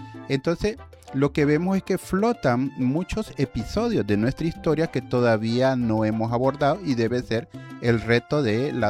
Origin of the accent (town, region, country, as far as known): Honduras